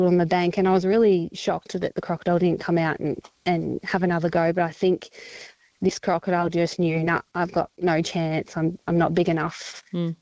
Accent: Victoria, Australia; born or raised there

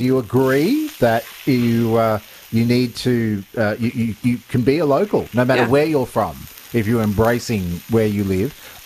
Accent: Queensland, Australia; No, that's right. I'm a Queenslander.

